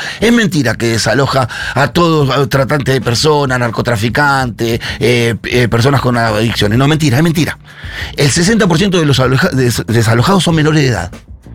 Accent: Buenos Aires, Argentina; nosotros nacimos acá. Estamos acá hace casi, te diría, 80 años que estamos en esta ciudad de Buenos Aires. Mi familia hace 5 generaciones que vive en esta ciudad de Buenos Aires.

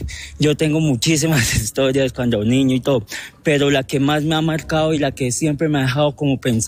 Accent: Espinal, Tolima, Colombia; yo me crié en el Espinal Tolima

